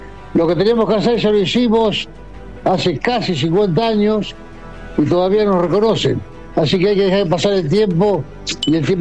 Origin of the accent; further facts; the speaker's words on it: Argentina; Me río porque siempre el que pierde por excusas, y nosotros lo vivimos en carne propia en el 78, que fue la primera Copa del Mundo que conquistó nuestro país